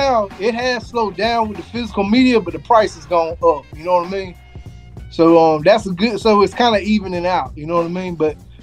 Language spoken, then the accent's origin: English; the Carolinas, United States; my hometown down here in the Carolinas